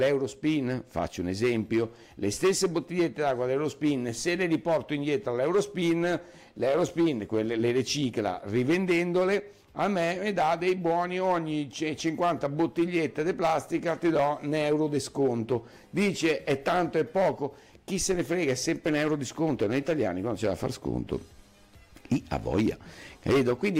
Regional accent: Venice, Veneto, Italy; moved away; al mio paese dove stavo io, su a Venezia

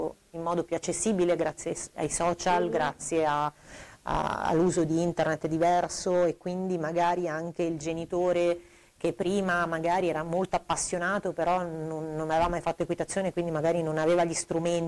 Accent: Lecco, Lombardy, Italy; io sono di Lecco.

